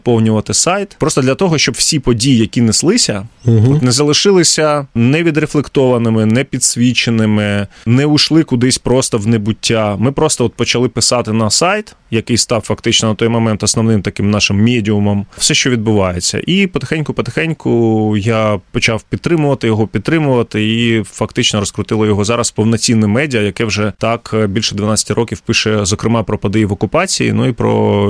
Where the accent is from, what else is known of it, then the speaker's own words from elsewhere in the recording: Luhansk, Luhansk Oblast, Ukraine; Ми самі з Луганська і частково з Донеччини, з Луганщини.